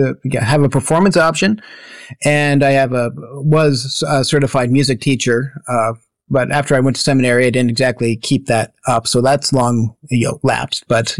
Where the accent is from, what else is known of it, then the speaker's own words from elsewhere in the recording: Hardin, Montana, United States; moved away as an adult; I grew up in Hardin, Montana, which is about 40 some miles or so east of Billings. So, yep, raised there my whole life. My parents still live in the house that I grew up in.